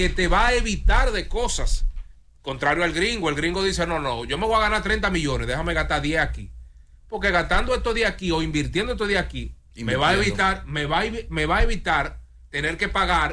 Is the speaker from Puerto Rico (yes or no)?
no; Dominican Republic